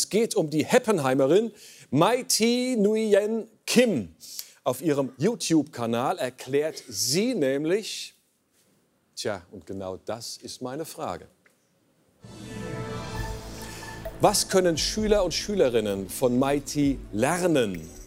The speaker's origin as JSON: {"language": "German", "town": "Offenbach", "region": "Hesse", "country": "Germany", "tie": "born or raised there", "said": "Und die Susanne aus meiner Heimatstadt Offenbach hat es auch richtig erkannt."}